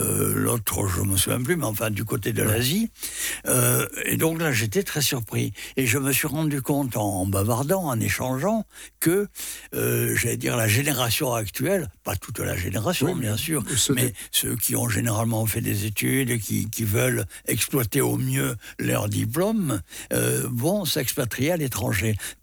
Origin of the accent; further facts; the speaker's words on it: France; born there; moved away; je suis d'une des premières générations à avoir quitté ma région natale pour d'autres régions de la France